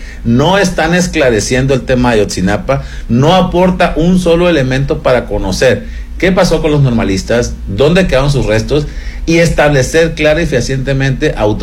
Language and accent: Spanish; Mexico; como padre, como mexicano